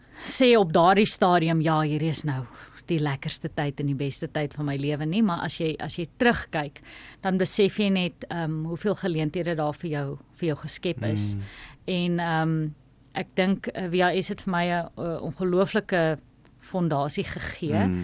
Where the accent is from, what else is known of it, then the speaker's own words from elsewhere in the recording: Namibia; also born or lived in Pretoria, South Africa; Ek sê altyd ek is nie gebore in Namibië nie, maar definitief getoe in Namibië. My ouers het Namibië toe gekom toe ek baie klein was, onder 'n jaar oud was. Gebore in Pretoria